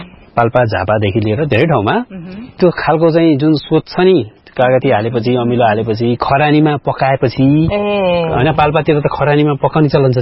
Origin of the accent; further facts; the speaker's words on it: Lumle, Gandaki Province, Nepal; moved away as an adult; मेरो घर चाहिँ लुम्ले हो नि त